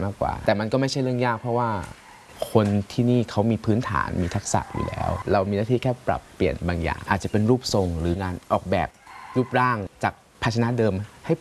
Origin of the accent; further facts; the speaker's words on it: Chiang Mai, Thailand; ตัวนี้คือเอาภายในจังหวัดเชียงใหม่คือเป็นจังหวัดบ้านเกิดของเราเอง